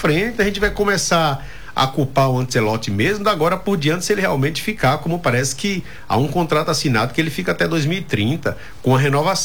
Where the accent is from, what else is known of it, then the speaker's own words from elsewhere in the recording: Brazil; nós somos brasileiros